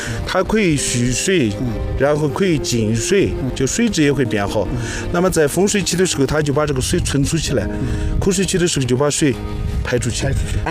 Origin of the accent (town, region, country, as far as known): Sichuan, China